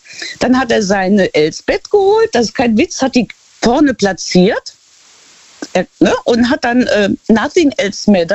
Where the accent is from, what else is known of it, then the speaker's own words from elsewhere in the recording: Luxembourg; und dieses Gemeindekaffee heißt das bei uns in Luxemburg.